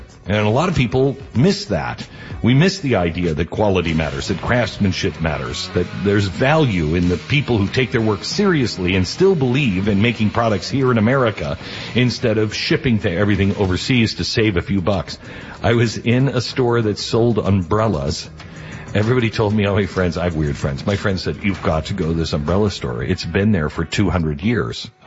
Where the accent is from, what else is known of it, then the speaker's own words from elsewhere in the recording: United States; Let me tell you, other countries suck. I am so glad that I'm an American, especially this week in England.